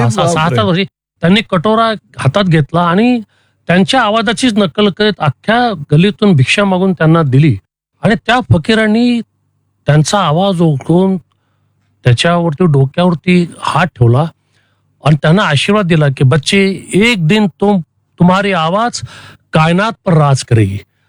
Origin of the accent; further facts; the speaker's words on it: Lasalgaon, Maharashtra, India; माझा जन्म लासलगावला झाला आणि मी दुसरी तिसरीत असताना लासलगावला आमच्या घरासमोर आरजू सिनेमा लागलेला होता, कमलाकर थिएटर.